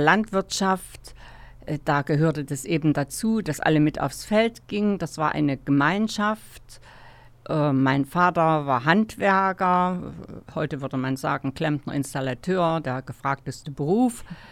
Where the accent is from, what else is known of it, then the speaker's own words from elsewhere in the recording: Jena, Thuringia, Germany; Ja, also die Stadt Jena ist meine Heimatstadt. Ich bin hier nicht nur geboren und aufgewachsen, Schule, dann zum Studium, aber immer ein Bein in der Stadt, wieder zurück, hier auch geheiratet, hier Mutter geworden